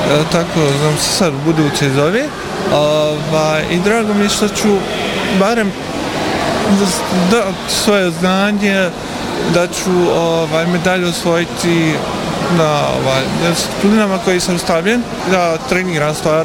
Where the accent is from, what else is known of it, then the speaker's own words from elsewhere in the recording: Sarajevo, Sarajevo Canton, Bosnia & Herzegovina; dolazim iz Sarajeva, glavnog grada, rođen sam.